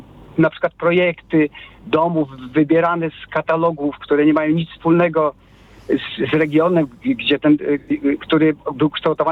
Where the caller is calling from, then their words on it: Polish Jura, Poland; Ja jeszcze mieszkam w jednym, zdawałoby się, z najpiękniejszych zakątków Polski, bo na Jurze. I rzeczywiście ten krajobraz, na przykład, kiedy ja się wprowadzałem do mojej wioski, bo jestem mieszkańcem miasta, ale który się przeprowadził na wioskę, był przecudowny.